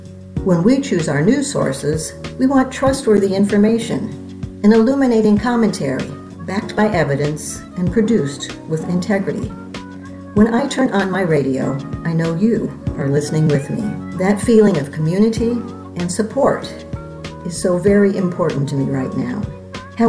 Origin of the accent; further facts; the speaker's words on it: Rockford, Illinois, United States; from Rockford.